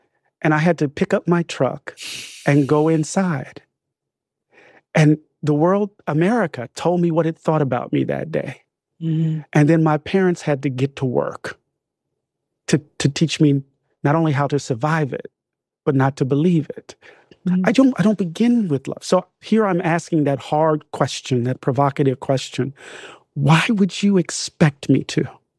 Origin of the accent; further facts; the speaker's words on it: Moss Point, Mississippi, United States; I grew up in Mississippi. And I tell the story. My dad was the second African-American hired in the post office in Pascagoula. We lived in Moss Point, which was the black labor force to Pascagoula.